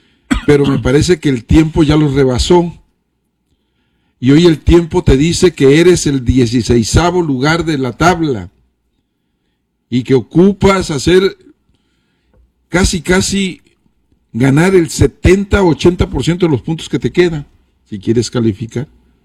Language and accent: Spanish; Nayarit, Mexico; Aunque sean huicholes, huicholes son, de mi tierra.